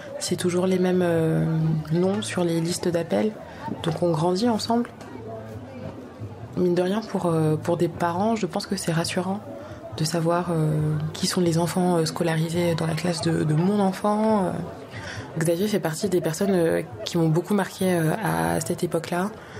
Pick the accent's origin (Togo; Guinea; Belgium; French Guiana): French Guiana; Cayenne; Je suis née à Cayenne, en Guyane. J'ai été scolarisée à l'externat Saint-Joseph. Et ouais, j'y ai passé du cours élémentaire jusqu'au baccalauréat.